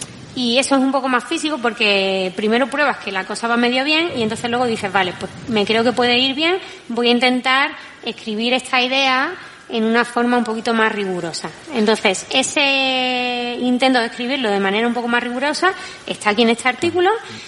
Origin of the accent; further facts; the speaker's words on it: Málaga, Andalusia, Spain; now in Valencia, Spain; Yo soy malagueña y estoy en Valencia.